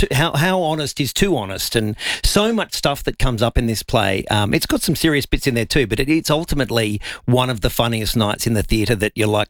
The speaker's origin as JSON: {"language": "English", "town": "Adelaide", "region": "South Australia", "country": "Australia", "said": "And I'm from Adelaide, so it's very exciting for me because we're finishing up in my hometown"}